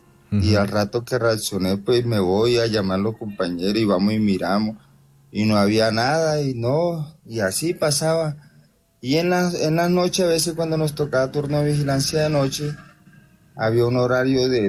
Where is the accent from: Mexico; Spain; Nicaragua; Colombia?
Colombia; Curumaní, Cesar; now in Ecuador; Yo soy de Curumaní, César, pero en este momento estoy en el Ecuador.